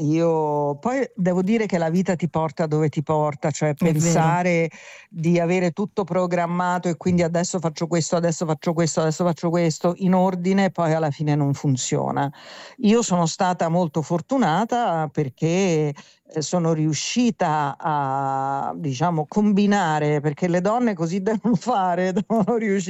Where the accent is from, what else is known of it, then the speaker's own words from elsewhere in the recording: Rome, Lazio, Italy; moved away as an adult; io sono di Roma